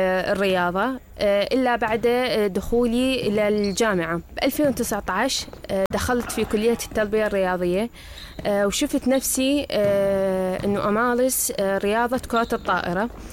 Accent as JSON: {"language": "Arabic", "region": "Basra Governorate", "country": "Iraq", "said": "من مواليد 2001 من محافظة البصرة."}